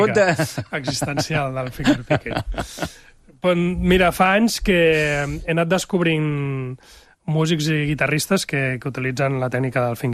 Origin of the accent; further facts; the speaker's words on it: Barcelona, Catalonia, Spain; now in L'Ametlla, Spain; És que és complicat, perquè soc de Barcelona, del barri d'Horta, estic empadronat a la Garriga, però visc a l'Ametlla.